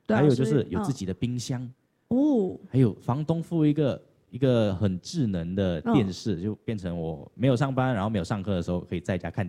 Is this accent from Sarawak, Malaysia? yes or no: yes; Sarawak, Malaysia; moved away; 这个嘉宾居然知道我是马来西亚人，而且还知道马来西亚一个很冷门的地方叫沙越，是我的家乡啊。